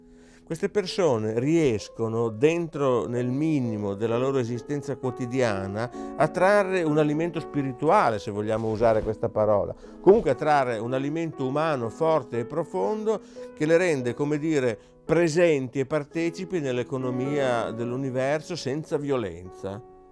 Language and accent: Italian; Milan, Lombardy, Italy; io sono nato a Milano.